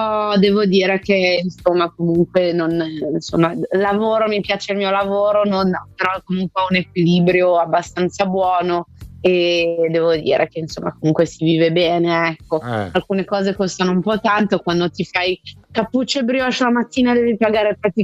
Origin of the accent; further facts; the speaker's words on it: Milan, Lombardy, Italy; moved away as an adult; now in Scotland, United Kingdom; Io sono di Milano.